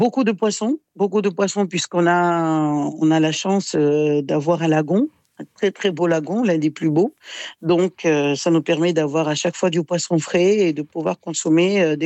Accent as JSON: {"language": "French", "country": "Mayotte", "said": "je fais la production de riz, riz complet, de riz padi, on appelle ça chez nous à Mayotte."}